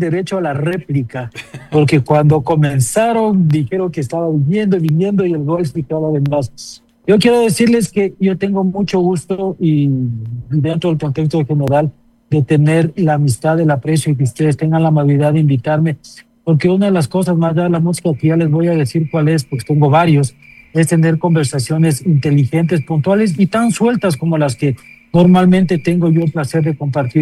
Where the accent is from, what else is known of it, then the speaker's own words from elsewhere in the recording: Ecuador; yo soy ecuatoriano